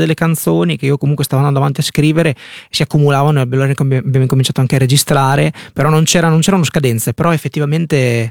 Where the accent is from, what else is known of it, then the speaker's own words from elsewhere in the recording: Cesena, Emilia-Romagna, Italy; Ieri sera ero a suonare a Salò e poi sono venuto direttamente da Milano, però vengo da Cesena.